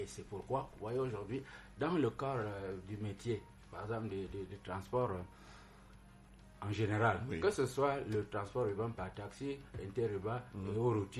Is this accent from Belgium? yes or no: no; Cameroon; nous sommes Camerounais.